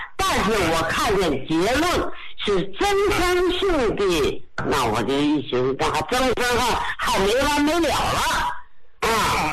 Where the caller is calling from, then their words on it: Beijing, China; 我是北京的